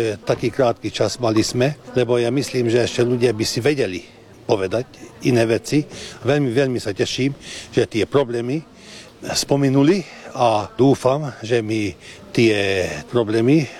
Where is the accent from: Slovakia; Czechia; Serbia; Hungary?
Hungary; Normálna vec, že my rodine po slovensky hovoríme a všade skúsime po slovensky hovoriť. Lebo my nie sme len Maďari, my sme aj Slováci. Aspoň tak sa cítime.